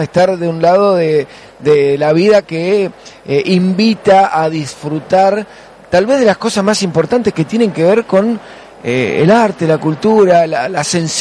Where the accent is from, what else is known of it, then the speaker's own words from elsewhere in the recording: Santa Fe, Argentina; Y los que somos de Santa Fe también